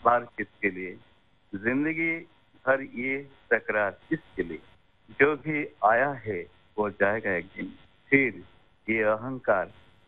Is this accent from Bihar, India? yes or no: no; Ram Krishna Nagar, Assam, India; मेरा गांव का नाम है राम कृष्ण नगर, डिस्ट्रिक्ट के करीमगंज, असम से ताल्लुका।